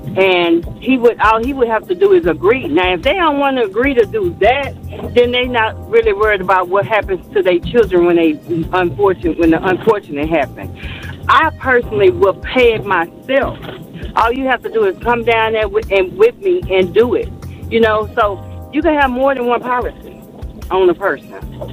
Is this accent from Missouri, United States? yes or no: no; Houston, Texas, United States; I'm from Houston, Texas.